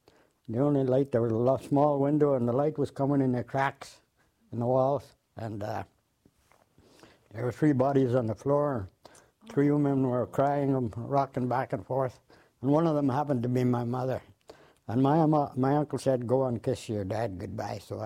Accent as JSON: {"language": "English", "town": "Moosonee", "region": "Ontario", "country": "Canada", "tie": "born or raised there", "said": "that's where I grew up in Moose Knee."}